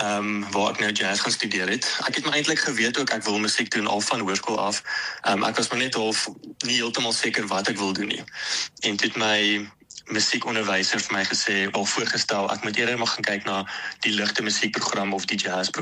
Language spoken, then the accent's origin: Afrikaans; Pretoria, Gauteng, South Africa; Okay, so ek is gebore in Pretoria. Ek het groot geword in die Moot area en my pa was vir baie jare orrelis gewees in die kerk.